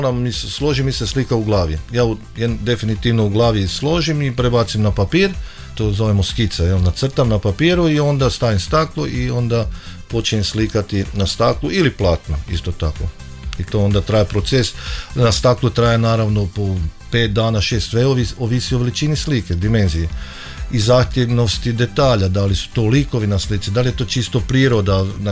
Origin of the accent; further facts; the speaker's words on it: Gabajeva Greda, Koprivnica-Križevci County, Croatia; rođen sam u Gabajevoj Gredi 68. godine, općina Hlebine, i kako se kaže, gdje sam rođen, evo tu i živim, u Podravini.